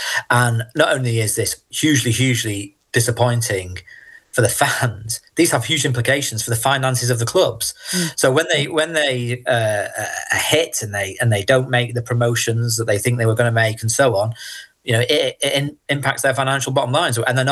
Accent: Manchester, North West England, United Kingdom; moved away; But I grew up in Manchester, and I grew up on the blue side of Manchester.

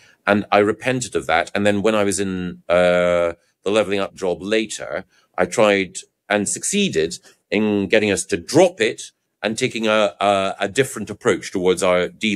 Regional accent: Scotland, United Kingdom; I'm a Scot myself.

